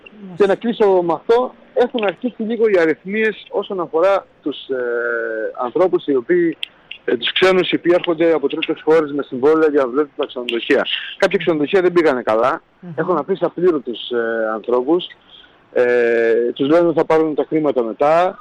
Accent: Greece; εμείς ως Έλληνες θα ανεχόμαστε γιατί είμαστε δίπλα από το σπίτι μας

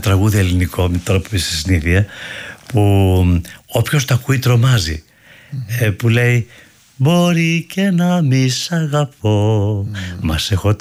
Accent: Greece; είμαι Έλληνας

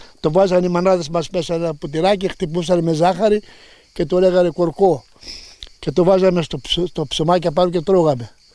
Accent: Greece; also born or lived in Palaiochori; now in Rachidi, Greece; Γεννήθηκα στο Παλαιοχώρι το 1946 και μεγάλωσα στα Βρυσούδια, ένα άλλο κτήμα που είχαμε

